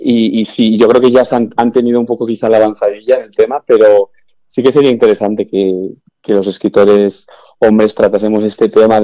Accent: Navarre, Spain; Nunca se dice dónde es, pero bueno, yo soy de Navarra

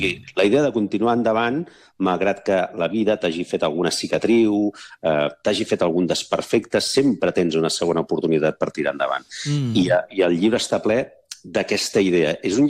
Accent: Sant Joan de les Abadesses, Catalonia, Spain; la setmana passada vaig fer una celebració de gent que fèiem 50 anys al meu poble, que és Sant Joan de les Abadesses, i parlant amb un dels meus amics de tota la vida d'allà

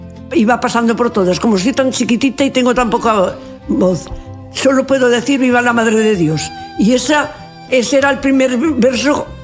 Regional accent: Robres, Aragon, Spain; born there; nací en Robres y estuvimos pues un mes y medio, dos meses en una cueva que había grande allí

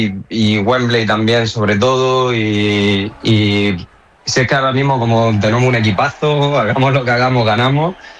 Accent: Molina de Segura, Region of Murcia, Spain; Murcia, Molina y sí, Murcia.

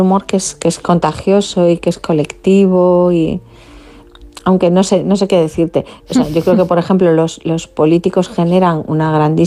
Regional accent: Galicia, Spain; La ironía, que yo que soy gallega, bueno, respiramos la ironía como parte del idioma, ¿no?

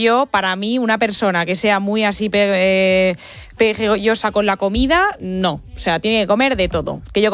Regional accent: Spain; eso como buena española tiene que haber un bar.

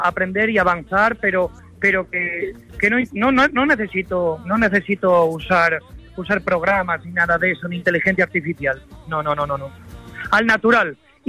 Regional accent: Asturias, Spain; soy un asturiano enamorado de la copla. No soy del sur, ni soy poeta, ni en mis raíces hay sangre flamenca

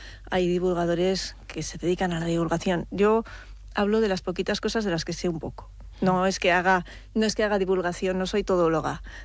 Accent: Bilbao, Basque Country, Spain; moved away as an adult; Bueno, es que soy de Bilbao.

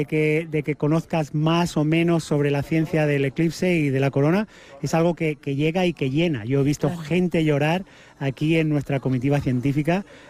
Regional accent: Spain; Es la primera vez que veo uno en mi país y hace un momento comentaba con un compañero la importancia que eso tiene para mí. He sido capaz de disfrutar de eclipses y compartir eclipses fuera de España, pero es la primera vez que lo hago aquí.

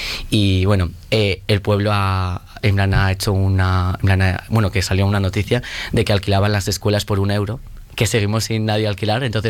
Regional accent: Castile and León, Spain; en mi pueblo, por ejemplo, ha habido un grupito que se ha juntado este año para ir a las piscinas de Villadiego

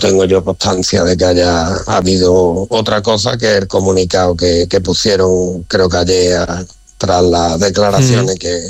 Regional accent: Seville, Andalusia, Spain; moved away as an adult; now in Ceuta, Spain; lo dice alguien que no ha nacido en Ceuta, ¿eh? Soy un sevillano, pero desde que llegué

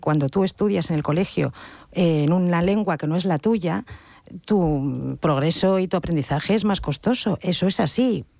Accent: Basque Country, Spain; Y luego yo como vasca pues estoy muy preocupada escandalizada por los resultados en el País Vasco.

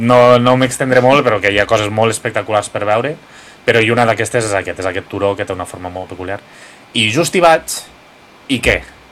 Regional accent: Lleida, Catalonia, Spain; jo que sóc de Lleida, sóc valent

